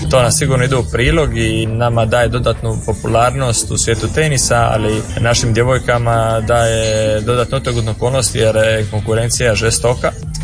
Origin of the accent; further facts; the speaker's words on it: Dalmatia, Croatia; da se rekuperam, što se kaže kod nas u Dalmaciji